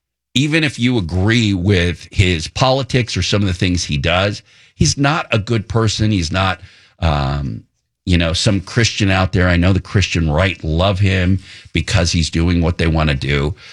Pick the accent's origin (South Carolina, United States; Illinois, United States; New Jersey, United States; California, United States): California, United States; Ventura County; now in San Diego, United States; Growing up in Ventura County on the border